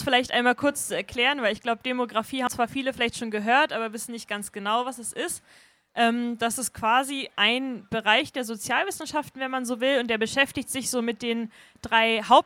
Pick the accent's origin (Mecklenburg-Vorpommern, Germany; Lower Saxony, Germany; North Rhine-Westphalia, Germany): Mecklenburg-Vorpommern, Germany; Rostock; ich komme aus Rostock, auch ursprünglich born and raised quasi. Ich war zwischendurch mal ein Jahr weg während der Schulzeit im Ausland und habe dann nach dem Abi aber gedacht, oh, ich will eigentlich echt gerne in Rostock bleiben